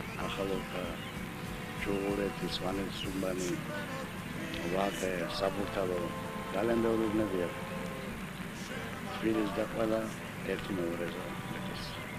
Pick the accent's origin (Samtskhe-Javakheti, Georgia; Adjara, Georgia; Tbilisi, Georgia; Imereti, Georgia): Tbilisi, Georgia; თბილისში დავიბადე, გოგოლის ქუჩაზე. თბილისში გავიზარდე ამობანში, სავაშკაცნი.